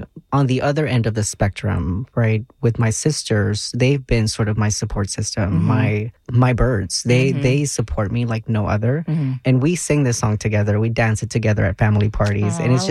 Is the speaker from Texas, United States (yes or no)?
yes; Texas, United States; I'm a Texan at the end of the day. I grew up in the South